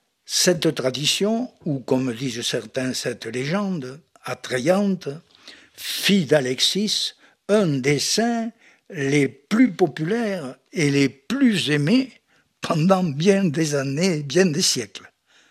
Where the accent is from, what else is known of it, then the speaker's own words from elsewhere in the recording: France; À Auxerre, chez nous en France, c'est au VIe siècle